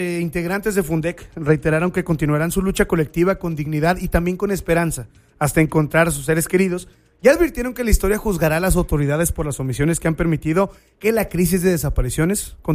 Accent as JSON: {"language": "Spanish", "country": "Mexico", "said": "uno como mexicano"}